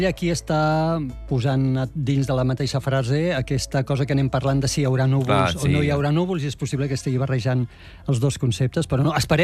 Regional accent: Tarragona, Catalonia, Spain; born there; jo que sóc nascut a Tarragona, doncs Camp de Tarragona...

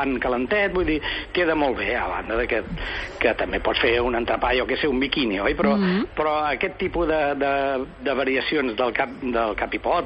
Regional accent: Barcelona, Catalonia, Spain; com que jo sóc de Sants, el reivindico

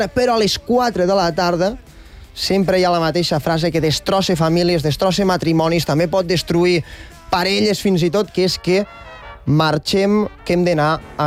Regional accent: Tàrrega, Catalonia, Spain; moved away as an adult; now in Barcelona, Spain; jo sóc una persona de Tàrrega, de Lleida, representant les Terres de Ponent, i us portaré tot de seqüències o vivències que he tingut quan vaig arribar aquí a Barcelona per primera vegada a la universitat.

